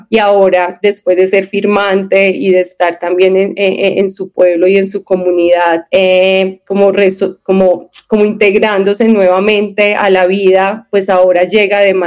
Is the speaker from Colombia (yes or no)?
yes; Colombia